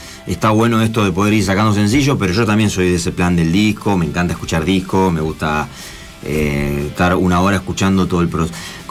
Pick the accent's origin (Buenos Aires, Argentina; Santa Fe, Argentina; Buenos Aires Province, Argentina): Santa Fe, Argentina; Rosario; also born or lived in Coronel Bogado; Sí, nací en Rosario y me crié un poco acá y un poco en un pueblo llamado Coronel Bogado.